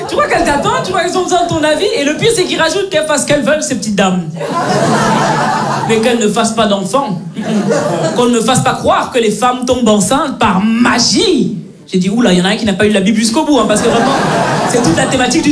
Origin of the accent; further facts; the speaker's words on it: Belgium; Moi je suis née et j'ai grandi en Belgique, mes parents sont nés, ils ont grandi au Cameroun.